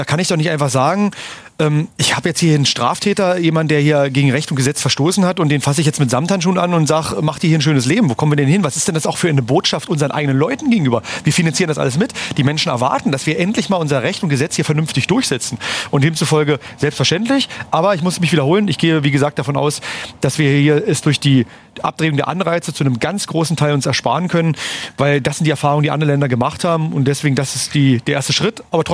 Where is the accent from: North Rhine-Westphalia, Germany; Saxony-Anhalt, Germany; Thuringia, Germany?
Saxony-Anhalt, Germany; Stendal; Wir haben in Stendal, da oben, wo ich herkomme, eine Aufnahmeeinrichtung